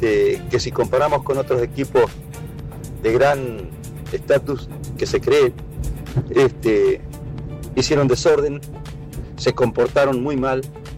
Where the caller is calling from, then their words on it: Argentina; Como buenos argentinos